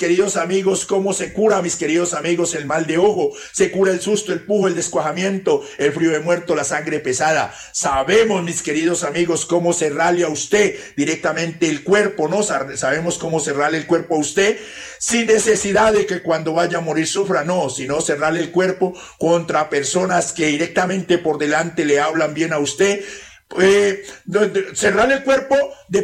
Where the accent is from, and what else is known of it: Putumayo, Colombia